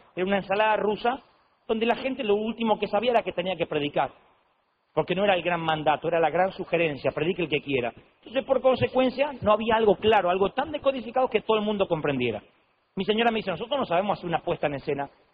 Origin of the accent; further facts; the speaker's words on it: Buenos Aires Province, Argentina; Pero yo soy católico, apostólico, romano. Yo soy cristiano argentino bonaerense